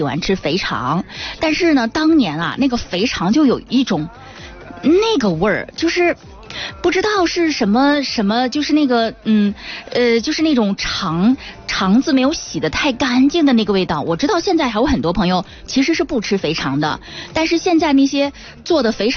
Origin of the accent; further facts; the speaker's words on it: Yuncheng, Shanxi, China; born there; moved away; 作为土生土长的运城人，哎呀，这个土生土长我都不敢，都有点心虚哈、啊。因为毕竟在外地，就是成长了好些年，然后才回到咱们运城的。